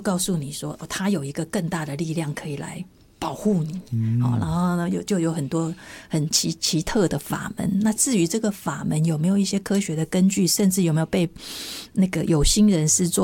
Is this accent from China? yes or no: no; Taiwan; 那越卖越贵，我们台湾人有一种想法